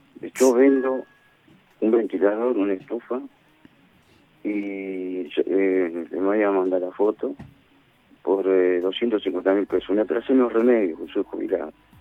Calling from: Tres de Febrero, Buenos Aires Province, Argentina; Yo soy de la zona de 3 de febrero

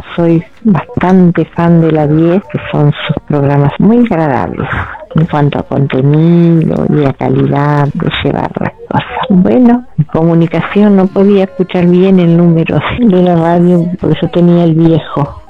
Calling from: Trinidad, Flores, Uruguay; soy de Uruguay, de la ciudad de Trinidad.

